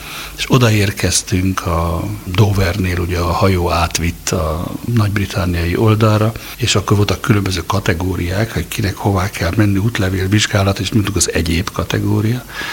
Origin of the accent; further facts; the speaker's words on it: Hungary; born there; kereszténynek és magyarnak születtem, és úgy élhetem az életemet